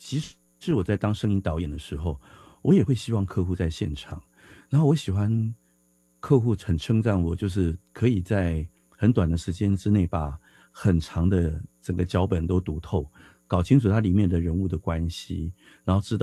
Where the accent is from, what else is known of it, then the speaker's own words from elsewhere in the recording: Taiwan; 我就是很年轻的，就是我们台湾人讲的老雷蛋啊